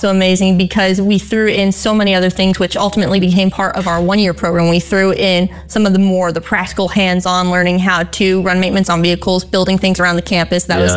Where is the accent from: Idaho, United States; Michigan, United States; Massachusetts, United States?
Idaho, United States; Now, I may be a little bit biased because I am from Idaho, and I have only been to the Idaho Capitol before